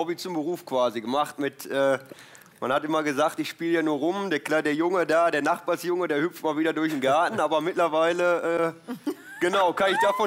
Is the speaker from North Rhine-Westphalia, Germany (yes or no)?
yes; North Rhine-Westphalia, Germany; Ach, schön im Pott. Ich komme aus dem Ruhrpott. Gelsenkirchen hat sowas nicht. Wir haben ja kein großes Theater.